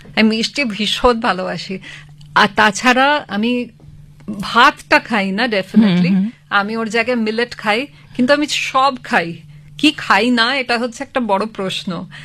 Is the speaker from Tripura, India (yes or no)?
no; Kolkata, West Bengal, India; born there; যদি বাঙালি আনার কথা আমি বলি, তো আমি প্রচন্ড ভাবে বাঙালি, কারণ আমি অ্যাকচুয়ালি তো এখানেই জন্মেছি কলকাতাতে।